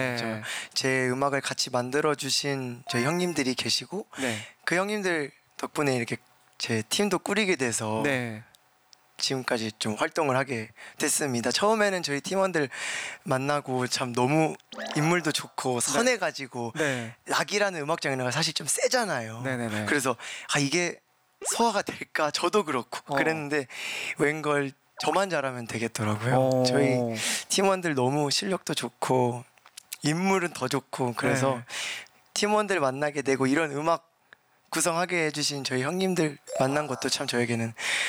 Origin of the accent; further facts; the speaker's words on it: Namwon, North Jeolla, South Korea; 전북 남원이